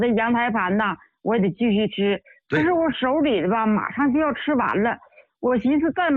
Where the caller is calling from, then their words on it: Jilin, China; 我是吉林的哈。